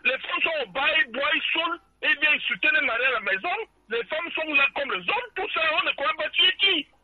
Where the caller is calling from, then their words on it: Yaoundé, Centre, Cameroon; Moi, je suis à Nkomkana.